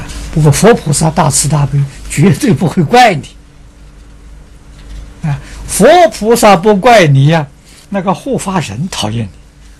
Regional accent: China; 这一点，我们中国人不如外国人。

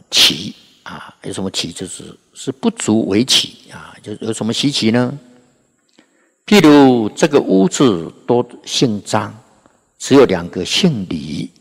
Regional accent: Taiwan; 那个老板呐，那听到我讲话的口音呐，是台湾话啊，那特别亲切，特别亲切啊

